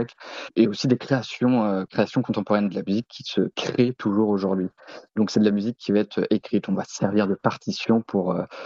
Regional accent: Lannion, Brittany, France; moved away as an adult; also born or lived in Canada; Moi, en fait, je suis originaire de Lannion, donc un tout petit peu au nord de Lokenvel, de Belle-Île-en-Terre.

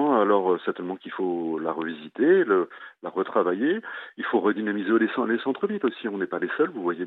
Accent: Lille, Hauts-de-France, France; Moi, je vois, en tant que Lillois, les plans de transport, la catastrophe que ça a été aussi des métros, des transports en commun.

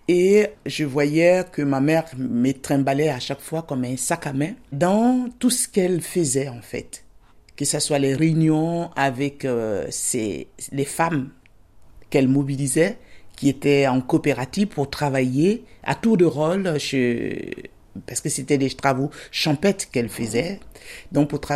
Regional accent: Thiès-Salé, Côte d’Ivoire; On a Thiès-Salé, qui est ma ville natale d'ailleurs. Et après, mon village, qui est Emakonogaru. Et il n'est pas perdu parce qu'il fait plus de 10 000 habitants aujourd'hui.

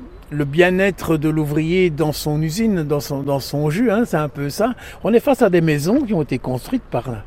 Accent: Belgium; par exemple chez nous en Belgique

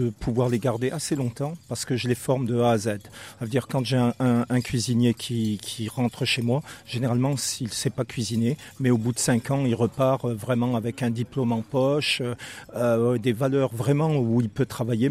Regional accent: Saint-Étienne, Auvergne-Rhône-Alpes, France; now in La Franqui, France; Moi, je viens de Saint-Étienne

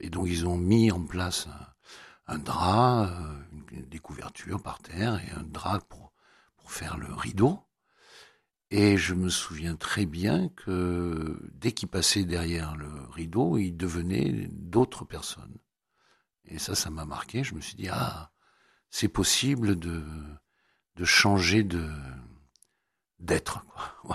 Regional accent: Marseille, Provence-Alpes-Côte d'Azur, France; Je suis né à Marseille

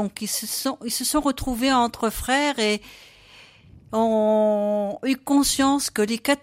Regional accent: Le Poiré-sur-Vie, Pays de la Loire, France; born there; Je suis née au Poiré-sur-Vie, en Vendée, où ma famille vit depuis des générations. Et je suis catholique pratiquante, suivant la tradition donc familiale.

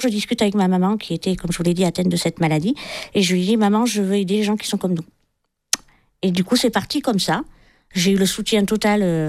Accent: L'Escarène, Provence-Alpes-Côte d'Azur, France; c'est comme ça que j'ai rencontré Jade pour notre première journée à l'Escarène, puisque je suis de l'Escarène.

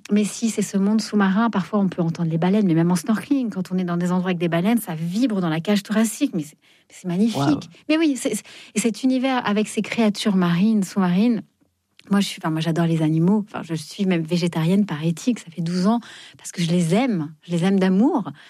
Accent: Fontainebleau, Île-de-France, France; Moi, je viens de Fontainebleau. Et c'est ce que je dis. Moi, j'ai commencé à faire mes premiers pas, à ramasser les feuilles pour faire des herbiers quand j'étais toute petite dans la forêt de Fontainebleau

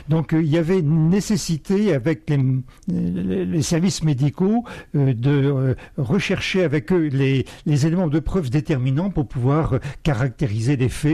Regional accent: Paris, Île-de-France, France; Oui, moi je suis parisien de naissance, je suis donc très, très ancré dans ce quartier de l'île de la Cité puisque je suis né à proximité chez mes parents et j'ai toujours vécu dans ce secteur.

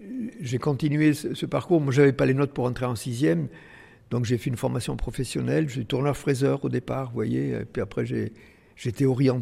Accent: Vielmur, Occitanie, France; Oui, je suis né à Vielmur, dans le Tarn, un petit village, à la campagne. On n'avait même pas l'eau courante, vous voyez, dans la maison.

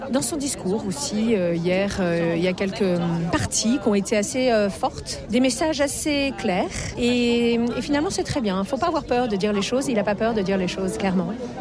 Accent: Pays de la Loire, France; je viens du Maine-et-Loire.

